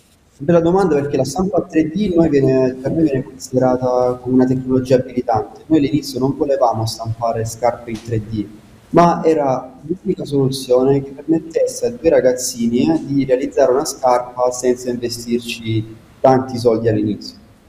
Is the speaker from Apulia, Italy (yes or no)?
yes; Casarano, Apulia, Italy; sia io che Marco siamo nati e cresciuti a Caserano